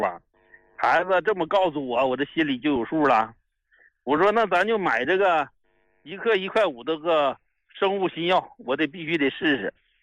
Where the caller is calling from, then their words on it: Harbin, Heilongjiang, China; 我是哈尔滨的老患者了